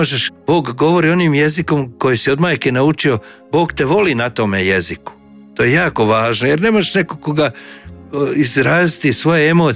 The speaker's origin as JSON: {"language": "Croatian", "country": "Bosnia & Herzegovina", "accent": "Bosnian Croatian", "moved": "yes", "lives_now": "Croatia", "said": "ja dolazim iz Bosne, ja govorim bosanskim hrvatskim jezikom."}